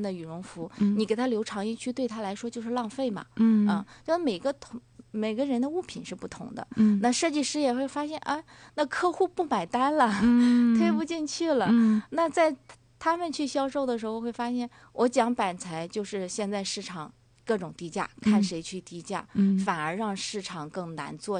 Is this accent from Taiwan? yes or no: no; China; 我们中国人